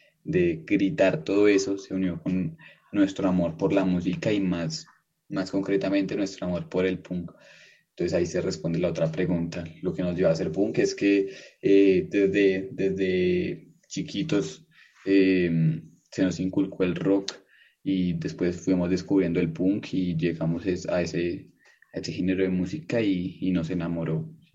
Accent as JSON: {"language": "Spanish", "town": "Bogotá", "region": "Bogotá Capital District", "country": "Colombia"}